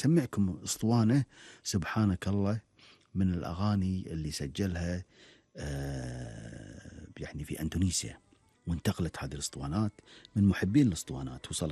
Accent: Kuwait; عندنا في الكويت والخليج

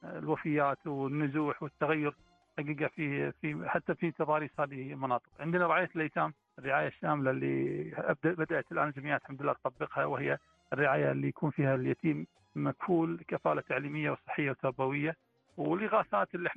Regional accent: Kuwait

